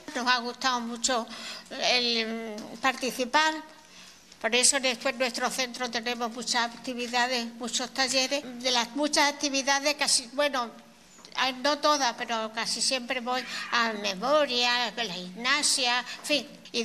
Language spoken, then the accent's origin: Spanish; Mérida, Extremadura, Spain; Yo soy extremeña, soy de Mérida, pertenezco al Centro de Mayores El Calvario.